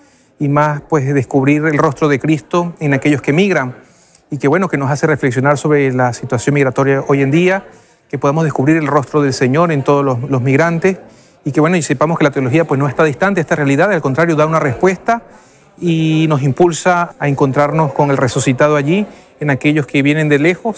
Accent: Venezuela; moved away; la migración venezolana de mi tierra

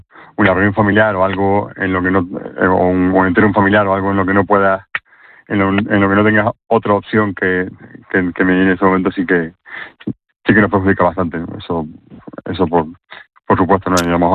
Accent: Canary Islands, Spain; born there; now in Spain (mainland); al ser canarios que en su momento nacimos en Canarias y que tuvimos casa en Canarias o que vivimos a casa de nuestros padres

